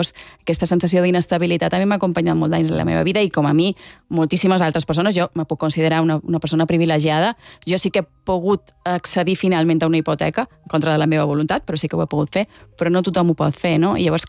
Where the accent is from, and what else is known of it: Balearic Islands, Spain; now in Barcelona, Spain